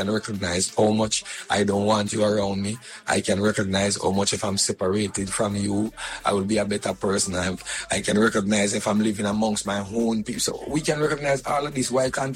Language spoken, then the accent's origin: English; Jamaica; not just for California, but for us as reggae artists, as Jamaican.